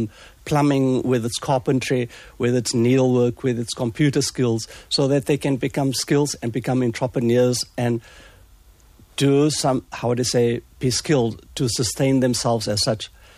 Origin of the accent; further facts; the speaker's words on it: Cape Town, Western Cape, South Africa; I grew up in District 6